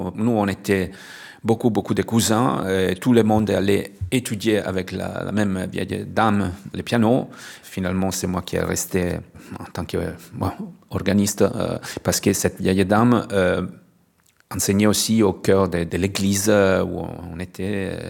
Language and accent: French; Pisa, Tuscany, Italy; French is a second language; Et ce côté sarde a été très fort pour moi parce que j'ai grandi à Pise, mais avec une grand-mère sarde.